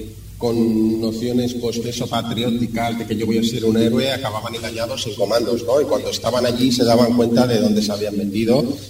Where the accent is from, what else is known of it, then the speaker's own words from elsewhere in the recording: Rentería, Basque Country, Spain; moved away as an adult; now in Barcelona, Spain; Muchos años, y lamentablemente viví la época más dura de ETA, hasta que me vine aquí a Barcelona a trabajar por motivos de trabajo. Yo he estado viviendo en el País Vasco con ETA funcionando, lamentablemente, ¿no?